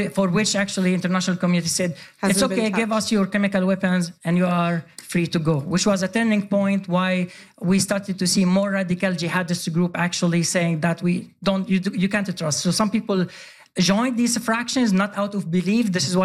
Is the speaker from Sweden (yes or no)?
yes; Sweden; born or raised there